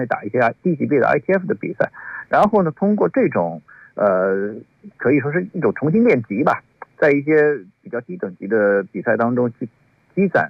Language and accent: Chinese; China